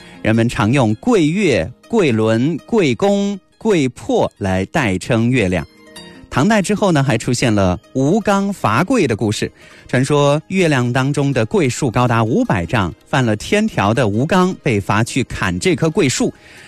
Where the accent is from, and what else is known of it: China